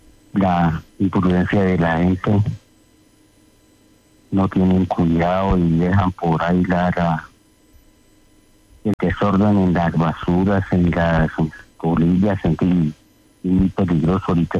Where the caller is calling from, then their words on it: Ventaquemada, Boyacá, Colombia; por acá, la Venta Quemada.